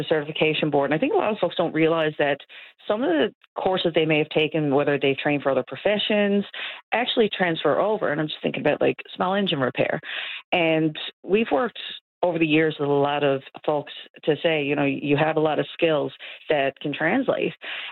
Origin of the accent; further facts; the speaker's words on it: Bonavista, Newfoundland and Labrador, Canada; I grew up around Bonavista